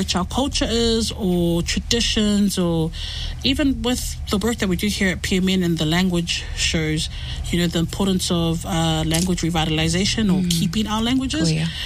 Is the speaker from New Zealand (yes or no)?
yes; Auckland, New Zealand; And then, but for me growing up in South Auckland, I could not relate because that's not how I saw South Auckland.